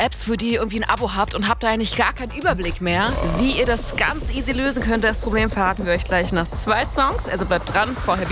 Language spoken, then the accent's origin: German; Berlin, Germany; wir kommen beide aus Berlin.